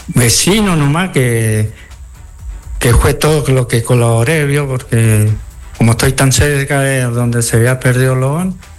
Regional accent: Argentina; now in Paraje Algarrobal, 9 de Julio, Argentina; No, señor, no, yo fui de Gocha, soy de Gocha.

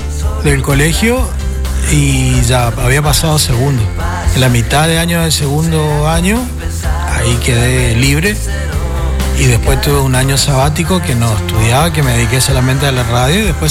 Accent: Resistencia, Chaco, Argentina; donde más me crié y estuve fue allá en Villa Don Rafael, detrás del hospital, donde está la gruta y todo eso. Antes había una canchita, ahí vivíamos en la canchita, que estaba la laguna, que ahora es la Laguna Argüello, y vivía en la Paraguay, ahí entre el 246.

